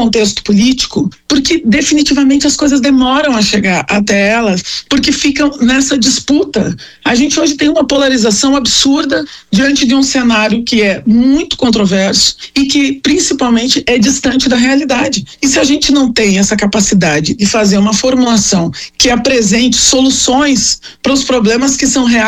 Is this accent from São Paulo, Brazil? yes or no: no; Porto Alegre, Rio Grande do Sul, Brazil; Eu sou uma figura que eu me criei eu cresci numa ocupação aqui em Porto Alegre, numa comunidade.